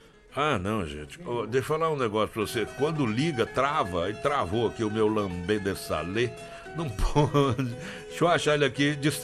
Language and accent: Portuguese; Belo Horizonte, Minas Gerais, Brazil; moved away; Toda vez que eu vou lá em Belo Horizonte, não faço, eu preciso ir lá, tô com saudade da minha terra.